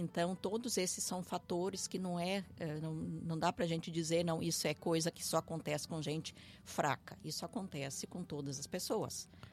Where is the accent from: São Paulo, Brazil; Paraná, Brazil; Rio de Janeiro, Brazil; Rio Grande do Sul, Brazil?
Rio Grande do Sul, Brazil; Nós que somos aqui do Rio Grande do Sul, a gente tem muito uma cultura um pouco mais machista